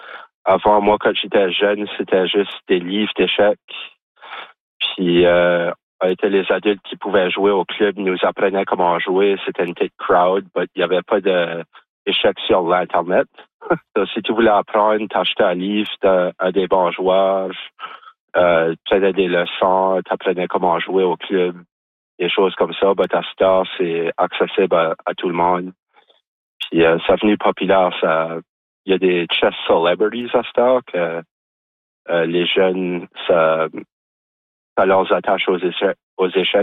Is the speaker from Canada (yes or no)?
yes; Moncton, New Brunswick, Canada; quand j'étais jeune, j'ai grandi à Moncton.